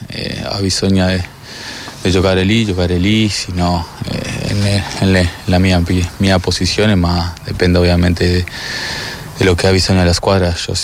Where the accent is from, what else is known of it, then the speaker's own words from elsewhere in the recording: Uruguay; Italian is a second language; No, certo che l'abbiamo nella sangue quel tipo di garra